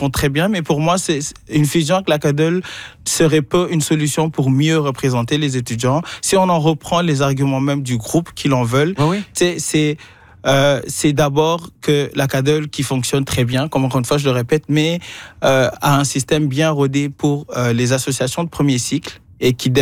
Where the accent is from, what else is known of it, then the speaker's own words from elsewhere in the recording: Paris, Île-de-France, France; Il faut savoir que moi, je viens de Paris. Fait comme à ce moment, j'étais à Paris en train de profiter du ciel gris de Paris.